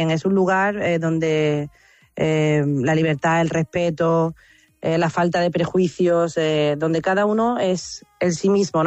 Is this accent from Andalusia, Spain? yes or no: yes; Andalusia, Spain; prácticamente estamos en Andalucía. Y mira, tocar en mi tierra